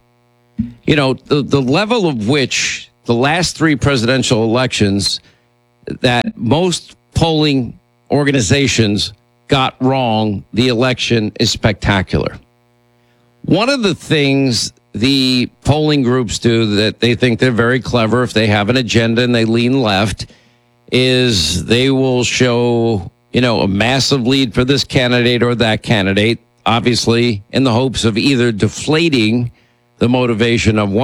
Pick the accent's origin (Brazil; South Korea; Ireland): Ireland; Because I'm Irish.